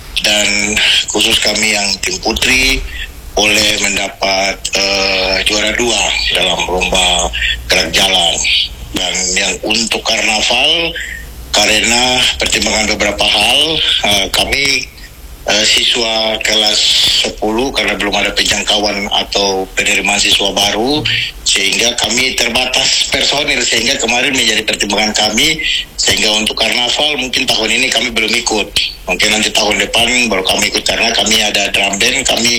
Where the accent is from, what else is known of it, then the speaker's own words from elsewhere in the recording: Biak, Papua, Indonesia; Sebagai anak bangsa, semangat sebagai anak Papua, semangat sebagai anak Biak harus tetap terjaga